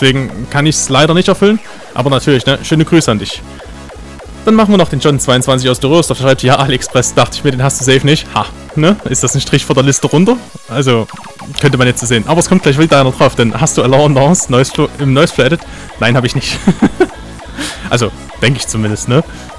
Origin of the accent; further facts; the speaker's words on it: East Germany, Germany; Ist schwierig als Ostdeutscher auszusprechen.